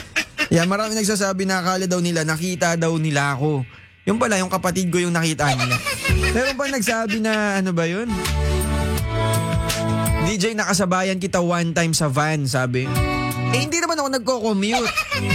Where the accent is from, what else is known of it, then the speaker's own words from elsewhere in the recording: San Isidro, Cagayan Valley, Philippines; Yeah, taga San Isidro po ako. Kesa San Isidro, Isabela.